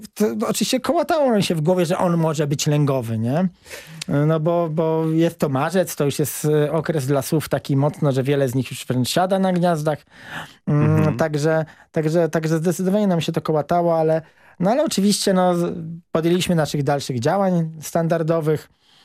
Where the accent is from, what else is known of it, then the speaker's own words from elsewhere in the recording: Masovian Voivodeship, Poland; ponieważ ja się wychowałem wcześniej w Kampinoskim Parku Narodowym